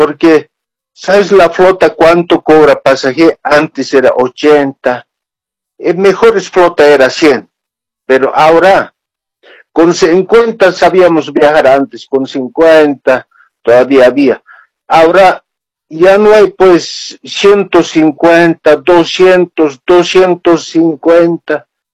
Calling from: Cochabamba, Bolivia; Hablo de Cochabamba

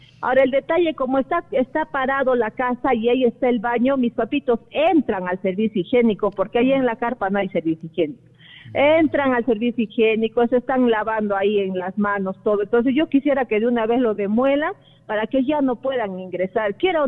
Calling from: Chupuro, Junín, Peru; Chupuro, en la zona que ha sido afectada en el sismo del día 18, señorita.

